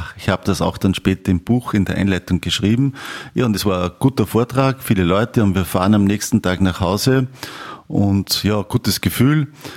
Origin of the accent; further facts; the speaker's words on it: Arbing, Upper Austria, Austria; Ich komme aus Arbing in Oberösterreich, Bezirk Berg. Bin jetzt 55 Jahre.